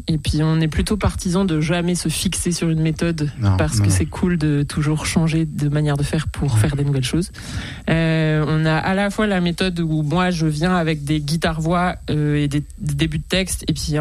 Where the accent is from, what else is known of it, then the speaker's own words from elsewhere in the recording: Lyon, Auvergne-Rhône-Alpes, France; Et ouais, voilà, on vient de Lyon.